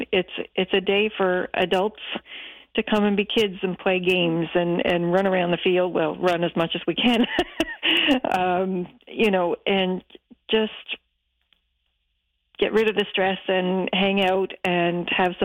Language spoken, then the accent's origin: English; Dominion, Nova Scotia, Canada; moved away as an adult; now in New Waterford, Canada; I grew up in Dominion in the best of times. We had just the best little community. Went to McDonald High School, and it's just a beautiful place to be and a beautiful place to live